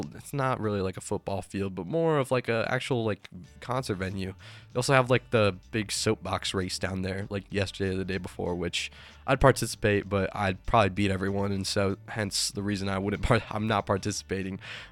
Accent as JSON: {"language": "English", "town": "Fort Collins", "region": "Colorado", "country": "United States", "said": "I'm from Fort Collins or whatever."}